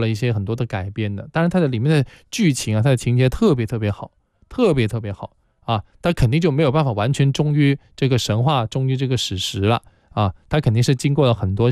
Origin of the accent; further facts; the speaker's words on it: China; 我们中国人很独有的一些宇宙观念